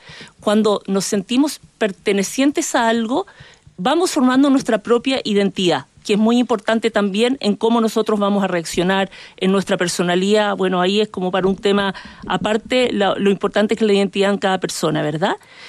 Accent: Chile

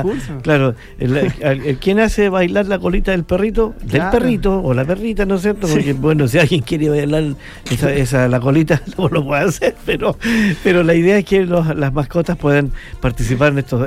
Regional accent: Chile; yo siempre digo que yo amo mi país, ya es bien chileno, me gustan las tradiciones, la comida, todo en mi país.

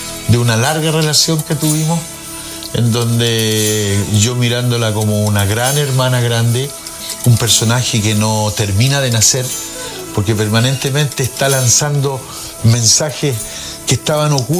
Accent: Chile; Bueno, yo como todo chileno tuve, mantengo la figura de la Gabriela de forma casi inconsciente, ¿no?

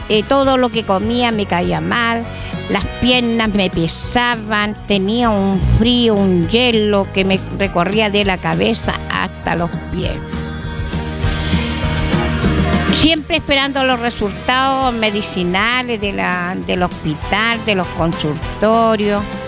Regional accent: Chile

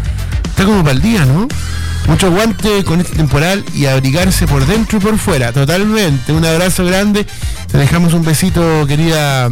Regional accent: Ritoque, Valparaíso, Chile; Pero yo confío en mi pueblo, en el pueblo ritoquero, que va a asistir, se va a tomar un tiempo con nosotros.

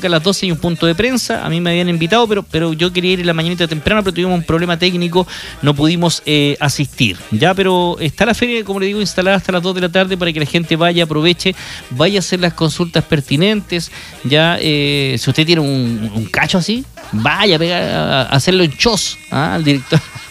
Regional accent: Chile; saludar a toda la gente de trabajo de mi país, Chile.

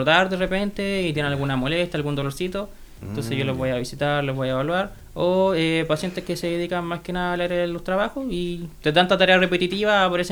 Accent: Santa Cruz, O'Higgins, Chile; Sí, soy de acá de Santa Cruz.

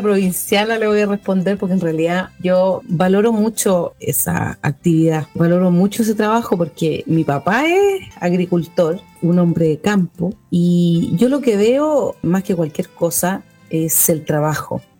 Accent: Chile

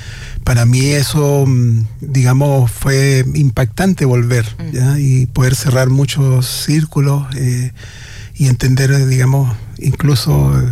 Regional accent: Chile; born there; also born or lived in Venezuela; Yo esto ya lo hacía en Venezuela, yo viví muchos años en Venezuela, nací aquí en Chile

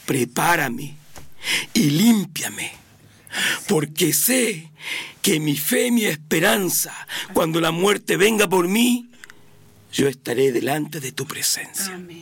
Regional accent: Chile; aunque somos chilenos, ¿cierto? Somos chilenos, nacimos en esta tierra, somos chilenos

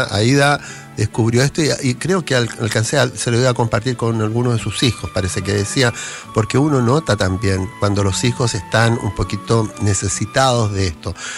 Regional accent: Chile; somos millones los chilenos que necesitamos tomarlo.

